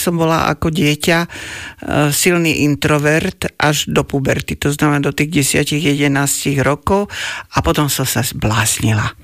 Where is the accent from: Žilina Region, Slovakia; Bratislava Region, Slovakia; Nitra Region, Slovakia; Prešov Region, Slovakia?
Bratislava Region, Slovakia; Bratislava; A ja som vyrastala teda pod Slavínom